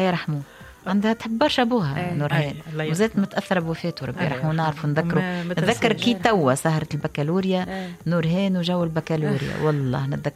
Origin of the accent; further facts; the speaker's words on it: Sfax, Sfax Governorate, Tunisia; انا عشرة تربيت في صفاقس بلاد الفن والموسيقى